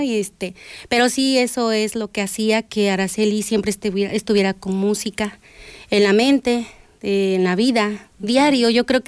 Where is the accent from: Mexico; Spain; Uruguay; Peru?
Mexico; San Juan Raboso, Puebla; Ok, soy de San Juan Raboso.